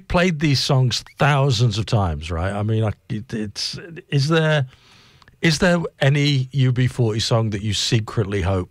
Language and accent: English; Manchester, North West England, United Kingdom; If you can tell, I'm a Manc. I'm originally from Manchester.